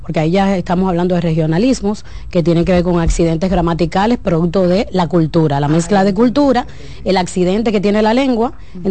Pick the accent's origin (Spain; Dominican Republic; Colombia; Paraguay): Dominican Republic; la riqueza cultural que tenemos como dominicanos.